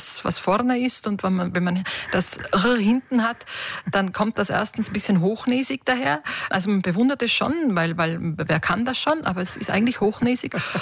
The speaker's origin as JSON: {"language": "German", "region": "Tyrol", "country": "Austria", "accent": "Paznaun dialect", "said": "Das ist jetzt aus meinem Dialekt, weil ja, auf die Schnelle gefragt. Verzur, das hat schon manchmal zu Missverständnissen geführt, weil Verzur bedeutet in meinem Dialekt, im Patznaunerischen, schließlich."}